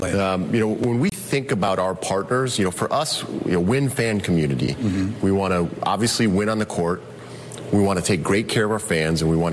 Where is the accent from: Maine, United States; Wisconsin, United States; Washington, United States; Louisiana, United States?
Wisconsin, United States; Racine; I grew up in Racine, Wisconsin, just south of Milwaukee.